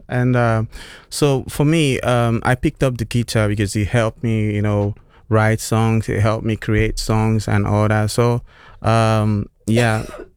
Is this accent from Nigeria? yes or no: yes; Nigeria; now in United Kingdom; like you said, I'm from Nigeria, but I'm based in the UK.